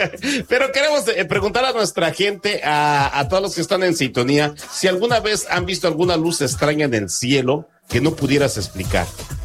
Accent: Mexico; nosotros como mexicanos

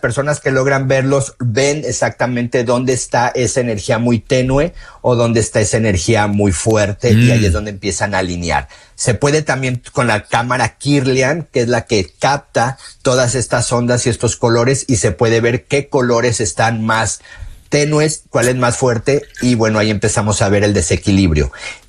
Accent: Mexico; moved away; las personas que venimos de México

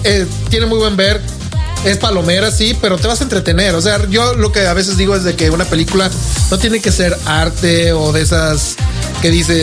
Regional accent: Guadalajara, Jalisco, Mexico; Pero soy de Guadalajara.

